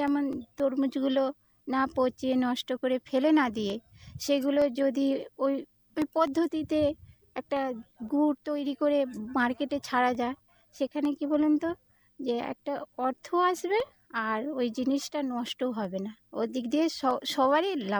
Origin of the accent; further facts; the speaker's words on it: Chinsurah, West Bengal, India; চুচুড়া, আমি হুগলি জেলা থেকে আসছি, খানাখুল থানা 1।